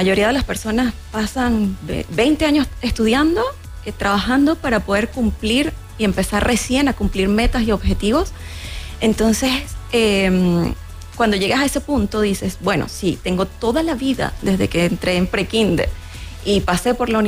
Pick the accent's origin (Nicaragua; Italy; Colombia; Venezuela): Venezuela; now in Chile; cuando llegué a Chile. Bueno, porque yo soy de Venezuela